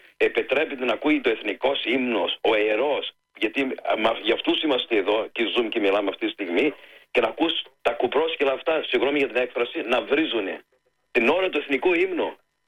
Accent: Australia; εγώ μεγάλωσα στην Αυστραλία και όταν άκουγα το εθνικό ύμνο της Ελλάδος, έκλαιγα. Έκλαιγα που μεγάλωσα στην Αυστραλία, έτσι.

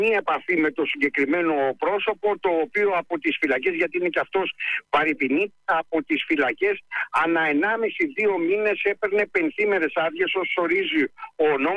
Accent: Patras, Western Greece, Greece; από την πατρίδα μου, από την Πάτρα.

